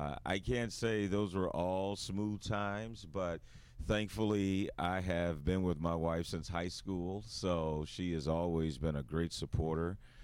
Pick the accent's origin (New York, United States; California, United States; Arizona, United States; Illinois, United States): Illinois, United States; East St. Louis; moved away as an adult; also born or lived in Des Moines, Iowa / Minnesota; being from nearby East St. Louis, got an opportunity for my hometown people to see me on TV.